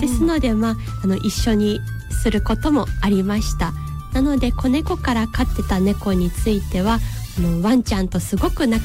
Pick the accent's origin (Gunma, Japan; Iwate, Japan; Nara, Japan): Iwate, Japan; Takizawa; also born or lived in Hokkaido; 私の出身地はスイカとチャグチャグうまっこで有名な滝沢市です。2013年までは人口日本一の村としても有名でした。